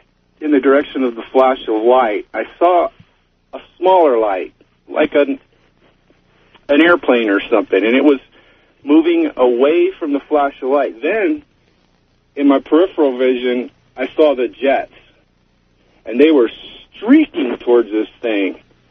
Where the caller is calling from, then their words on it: California, United States; I'm calling from Northern California.